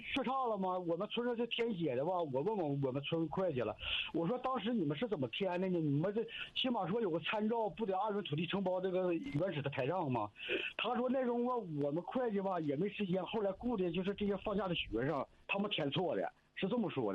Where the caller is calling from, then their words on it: Fuyu, Jilin, China; 我们村上给我打电话说回去，就是咱们吉林省扶余市